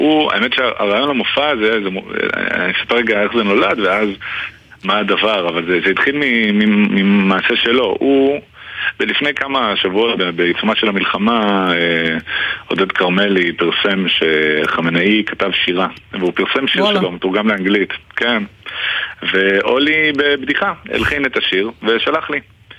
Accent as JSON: {"language": "Hebrew", "town": "Jerusalem", "region": "Jerusalem District", "country": "Israel", "tie": "born or raised there", "said": "אני גדלתי בירושלים"}